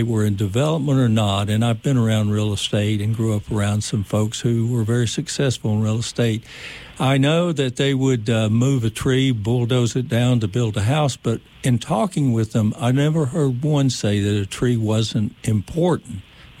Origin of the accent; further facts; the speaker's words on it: Roan Mountain, Tennessee, United States; As a child growing up in Roan Mountain, we drank from a stream, and that actually ran into our spring house, and it was a spring coming out of the mountains.